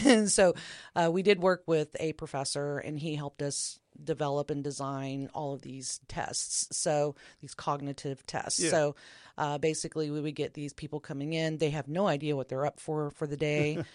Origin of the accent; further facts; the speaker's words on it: Oklahoma, United States; And I'm not from here. I am from Oklahoma. I have a book called Ghostlahoma.